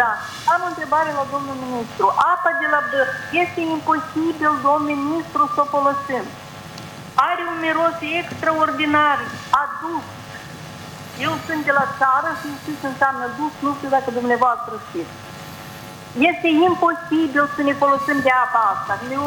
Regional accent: Vâlcea County, Romania; Sunt de la Vâlc

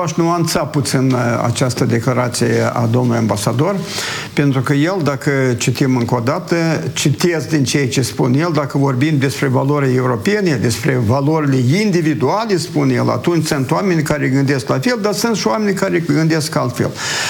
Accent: Moldova

